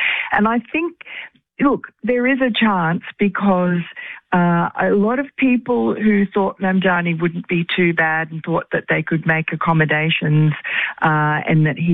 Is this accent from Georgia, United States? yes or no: no; Queens, New York, United States; born there; I mean, I was born in Queens, like the president.